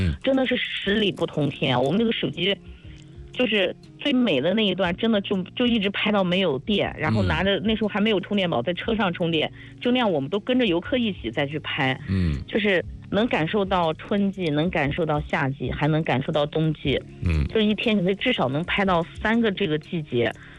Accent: Hebei, China; 包括咱们河北这边也是

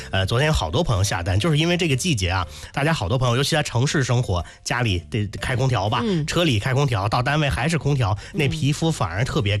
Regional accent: China; 所以说我们中国人

